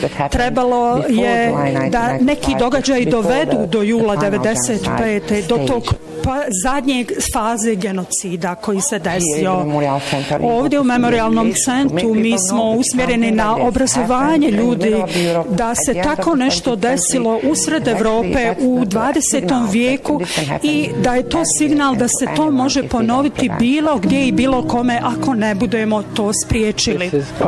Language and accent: Bosnian; Srebrenica, Republika Srpska, Bosnia & Herzegovina; Mi smo izbjegli iz Srebrenice između 92. i 95. godine, ali 2003. godine odlučila sam se vratiti u Srebrenicu i pokušati da ponovo organizujem život ovdje.